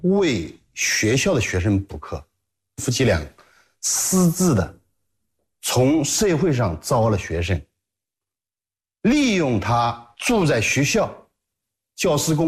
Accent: Jiangsu, China; 七月初是我们江苏这边的闷热天气

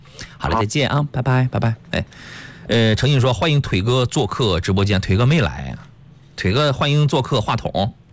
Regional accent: Qingdao, Shandong, China

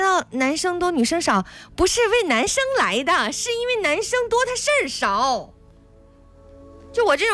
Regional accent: Shandong, China; 首先能够待在山东，作为一个山东人我很自豪

